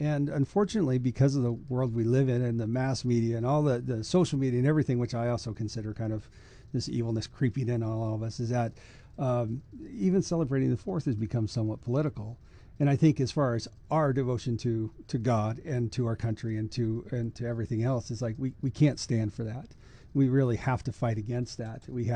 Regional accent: Idaho, United States; And I would say actually being an American is part of my identity. Being from Idaho is part of my identity.

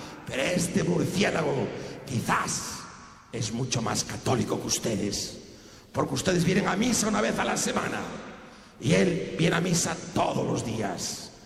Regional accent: Spain; Sucedió en mi país, en España

